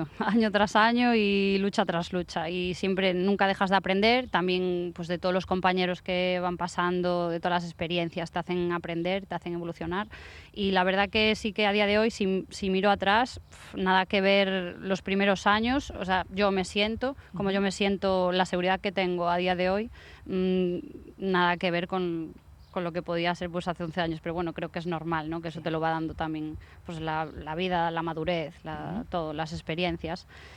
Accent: Galicia, Spain; born or raised there

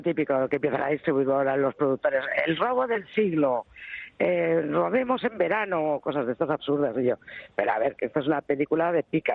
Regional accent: Spain; Somos así los españoles.

